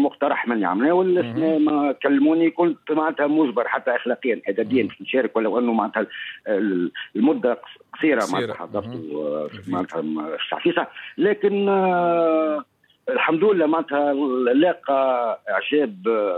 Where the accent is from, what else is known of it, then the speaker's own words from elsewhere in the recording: Tunisia; وأنت كتونسي غير قادر أنك تشري أن كونت برو.